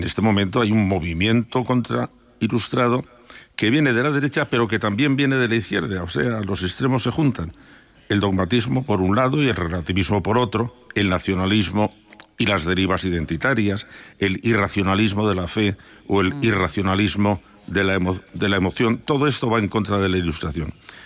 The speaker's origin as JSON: {"language": "Spanish", "town": "Toledo", "region": "Castilla-La Mancha", "country": "Spain", "said": "la Escuela de Traductores de Toledo, que es mi tierra."}